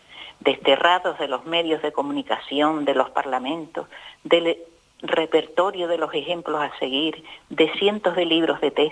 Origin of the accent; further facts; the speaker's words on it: Canary Islands, Spain; Yo no soy de Tigalate, yo soy de la otra banda.